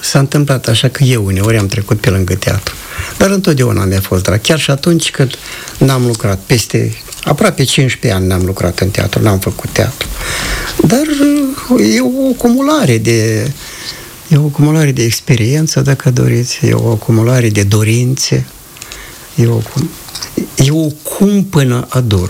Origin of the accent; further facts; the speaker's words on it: Plop, Moldova; rădăcinile mele sunt în plopi, și mi-e drag plop, satul meu natal, izvoarele din plop și dintotdeauna țin legătură cu oamenii din plop.